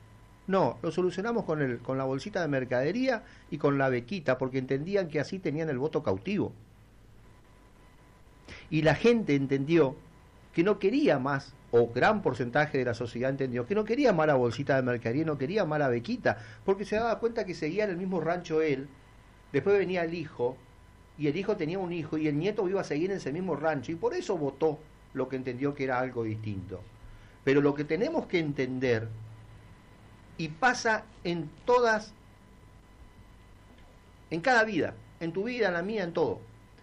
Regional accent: Chaco, Argentina; somos todos chaqueños, hermanos, somos todos chaqueños, los indios, los mestizos y los criollos, somos todos chaqueños.

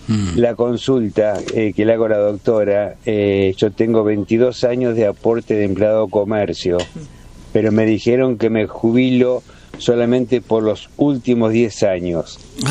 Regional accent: Bragado, Buenos Aires Province, Argentina

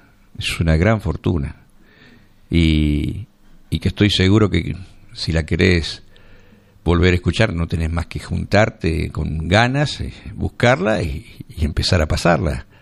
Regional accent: Argentina

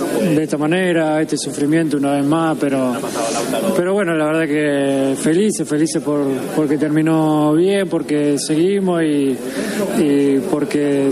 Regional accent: Argentina

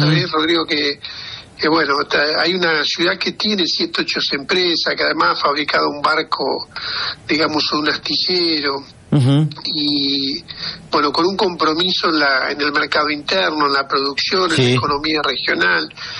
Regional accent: Argentina; los argentinos

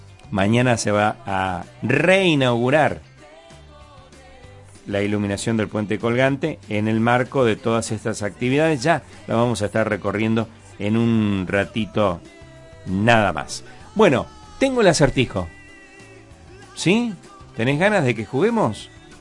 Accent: Santa Fe, Argentina; nos representa como santafesinos

